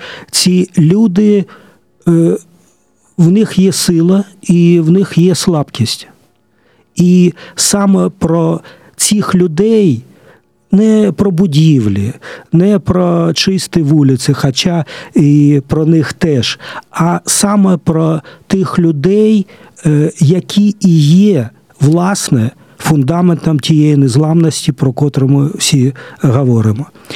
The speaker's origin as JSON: {"language": "Ukrainian", "town": "Zaporizhzhia", "region": "Zaporizhzhia Oblast", "country": "Ukraine", "tie": "born or raised there", "said": "моє рідне Запоріжжя"}